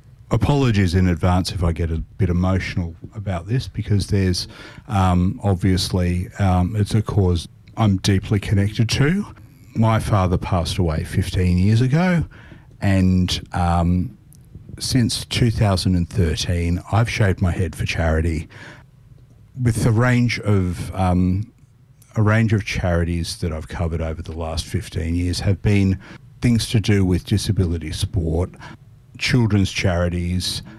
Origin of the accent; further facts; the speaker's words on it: Gladesville, New South Wales, Australia; also born or lived in Hong Kong; I grew up in Gladesville, lived in the same house for the first 13 years of my life. Then I lived in Hong Kong for 3 years.